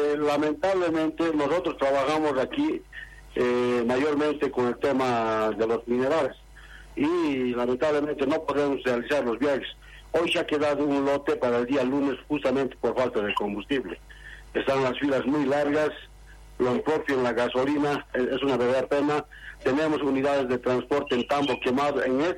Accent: Bolivia; nosotros como transportistas bolivianos

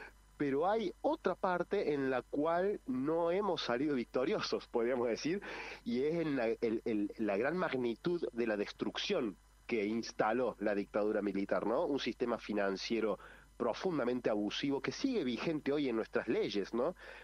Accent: Córdoba, Argentina; uno acá como cordobés

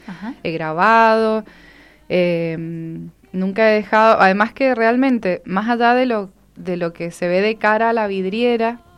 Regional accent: San Rafael, Mendoza, Argentina; born there; moved away; yo nací en San Rafael, y no me digan nada con eso de que, ay, que es otra provincia.

